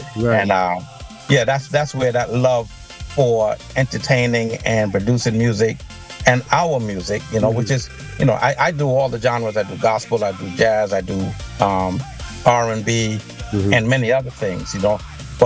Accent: London, United Kingdom; born there; So I'm a a British citizen born in London with a Catician and Antiguan parents.

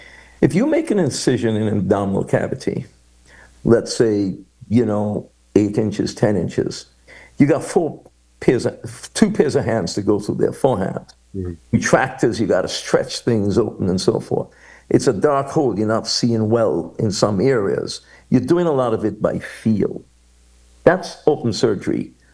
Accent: Antigua & Barbuda; moved away; I'm from Antigua, you know.

